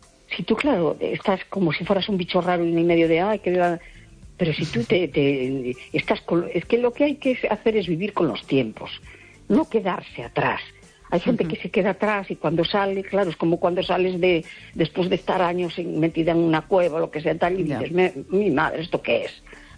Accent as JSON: {"language": "Spanish", "town": "A Coruña", "region": "Galicia", "country": "Spain", "said": "Hola, buenas noches. … de La Coruña."}